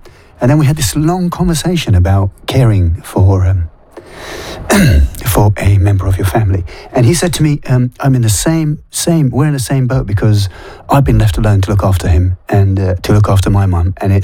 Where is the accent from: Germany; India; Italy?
India; Is it, can you tell from my accent that I'm Indian?